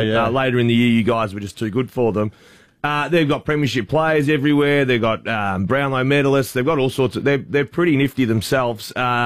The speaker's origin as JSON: {"language": "English", "town": "Lake Tyers Beach", "region": "Victoria", "country": "Australia", "tie": "born or raised there", "also_born_or_lived": "Wagga Wagga, Australia", "said": "I was a kid from Lake Tyers Beach with 200 people or Wagga."}